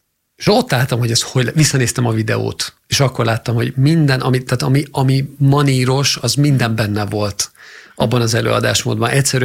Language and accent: Hungarian; Hungary; én vagyok a magyar at is, aki most beszélek, aztán van egy angol at is, francia at is az két szót tud